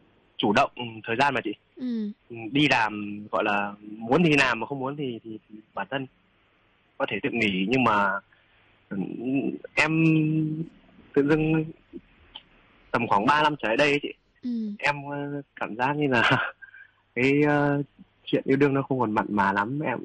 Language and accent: Vietnamese; Phú Xuyên, Hanoi, Vietnam; Em quê gốc là ở dưới Phú Xuyên, Hà Nội, Phú Xuyên cũ.